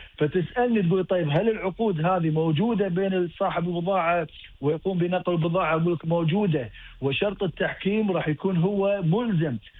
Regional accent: Kuwait; عندنا في الكويت.

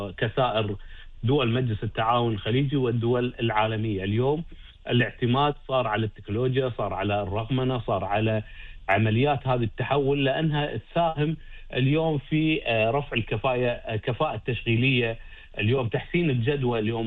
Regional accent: Kuwait; إحنا كمواطنين كويتيين

